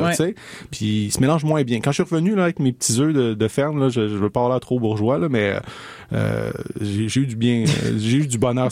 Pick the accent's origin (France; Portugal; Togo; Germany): Portugal; Puis je pense que je suis portugais, puis je sais pas, tu sais.